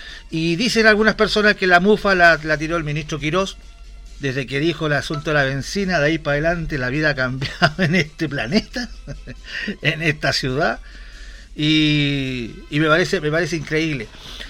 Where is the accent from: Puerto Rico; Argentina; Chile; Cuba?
Chile; Estación Central, Santiago Metropolitan; Yo soy de Estación Central, perdóname, por favor. Yo soy de Estación Central.